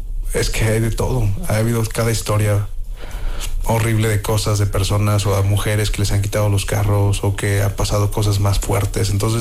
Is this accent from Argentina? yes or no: no; Villa de Reyes, San Luis Potosí, Mexico; Saludos a toda la banda de Villa de Reyes, que yo soy de Villa de Reyes.